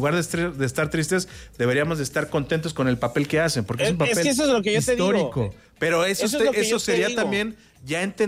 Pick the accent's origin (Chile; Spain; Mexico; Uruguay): Mexico